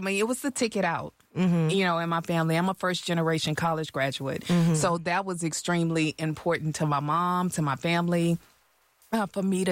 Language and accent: English; Texas, United States; I was that homegirl from Harm Clark, Texas, where I grew up. The baby of the family, just a dreamer, always dreaming big.